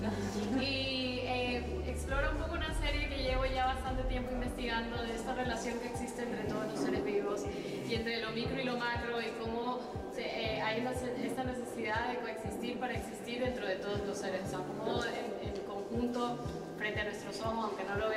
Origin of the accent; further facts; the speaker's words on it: Ecuador; soy ecuatoriana también.